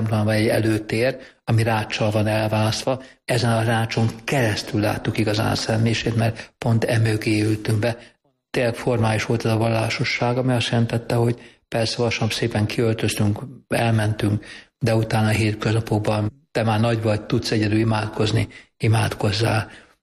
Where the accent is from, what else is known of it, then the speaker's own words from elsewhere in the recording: Budapest, Hungary; 1964. július 9-én születtem Budapesten.